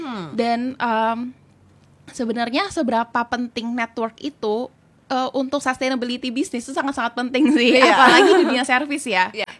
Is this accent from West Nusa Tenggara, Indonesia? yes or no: no; Tangerang, Banten, Indonesia; aku usianya tahun ini 26 tahun, dan kita, aku berasal dari BSD City, jadi gak jauh ya dari kantor Heartline.